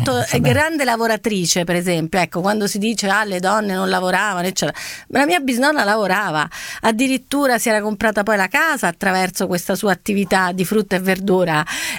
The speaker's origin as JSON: {"language": "Italian", "town": "Rome", "region": "Lazio", "country": "Italy", "tie": "born there", "said": "io praticamente sono nata a Roma con i nonni e già i bisnonni che erano nati a Roma o che vivevano a Roma."}